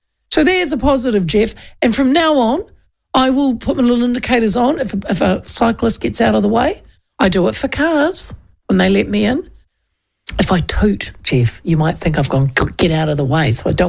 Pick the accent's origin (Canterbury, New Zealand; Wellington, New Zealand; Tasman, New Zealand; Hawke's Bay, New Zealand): Hawke's Bay, New Zealand; Hastings; now in Auckland, New Zealand; I was brought up in Hastings